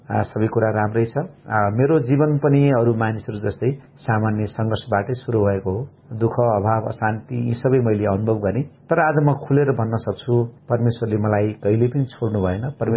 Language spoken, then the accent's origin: Nepali; Birendranagar, Karnali Province, Nepal; now in Kathmandu, Nepal; मेरो खास मेरो ओरिजन सुर्खेत जिल्ला वीरेन्द्र नगरपालिका वार्ड नम्बर 10 पर्छ। मेरो बाल्यकाल त्यहीँ सुर्खेतमै बित्यो र पढाइको सिलसिलामा अनि म काठमाडौँतिर आएँ।